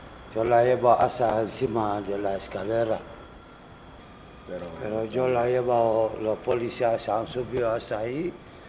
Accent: Conakry, Guinea; Spanish is a second language; Soy de Guinea, Conakry.

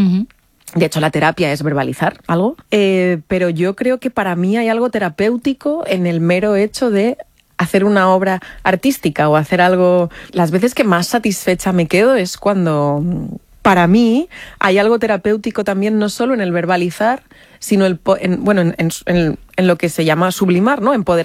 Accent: Madrid, Community of Madrid, Spain

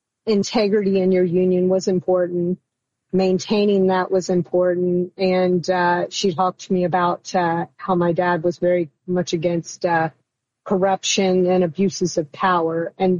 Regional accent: Kokomo, Indiana, United States; And drilled into our heads, especially growing up in Kokomo, where the UAW is so prevalent.

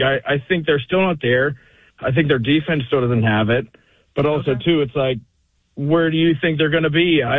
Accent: Pittsburgh, Pennsylvania, United States; So where I'm from Pittsburgh, and I'm an Aaron Donald guy from Pittsburgh.

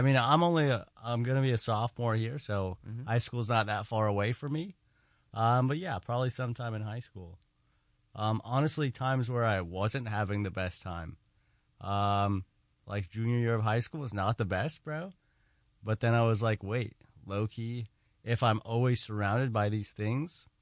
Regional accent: New York City, New York, United States; I'm from New York City. I'm from Queens.

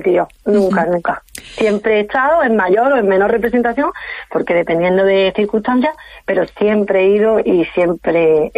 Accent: Antequera, Andalusia, Spain; ya me vine aquí a mi tierra, aquí a Antequera.

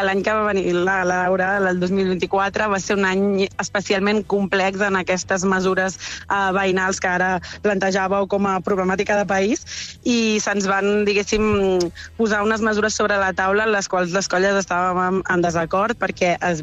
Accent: Granollers, Catalonia, Spain

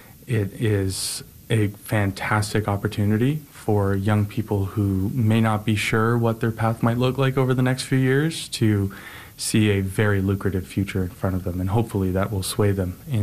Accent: Ontario, Canada; I moved here from Ontario for a series of reasons, one of which was to be close to family

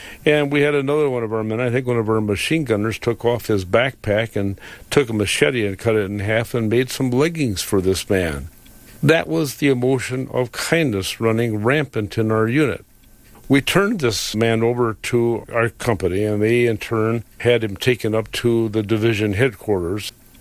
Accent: Wisconsin, United States; I'm trying to tell this guy that I am from Wisconsin, and I have three children in our family. I'm the middle of the three children.

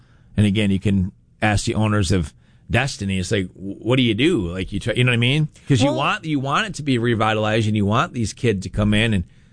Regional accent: Rochester, New York, United States; moved away as an adult; now in Syracuse, United States; I grew up in Rochester, and I used to go to the Irondequoit Mall all the time.

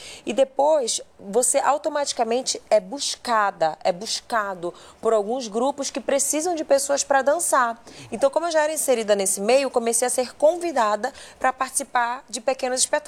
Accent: Manaus, Amazonas, Brazil; born there; Eu nasci em Manaus.

